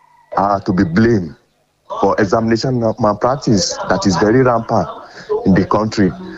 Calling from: Lafia, Nasarawa, Nigeria; I'm calling from Lafia.

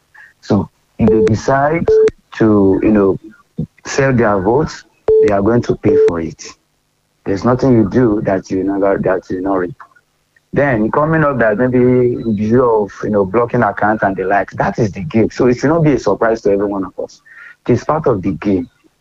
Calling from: Italy; calling you from Italy.

